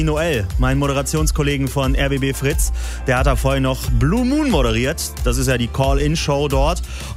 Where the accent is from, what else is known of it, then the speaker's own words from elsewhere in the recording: Gelsenkirchen, North Rhine-Westphalia, Germany; Und ich bin überrascht. Gelsenkirchen, meine Heimat, ist nicht ein einziges Mal genannt worden.